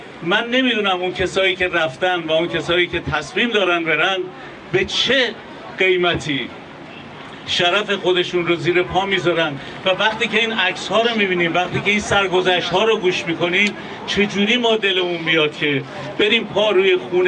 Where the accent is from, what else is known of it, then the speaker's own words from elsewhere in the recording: Iran; moved away; من 44 ساله که از وطنم دورم